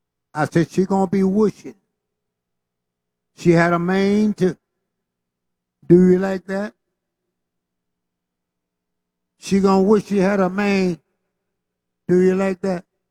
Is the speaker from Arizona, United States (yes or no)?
no; Mississippi, United States; Yeah, get in the sun. You know, we're from Mississippi. It ain't hot to us.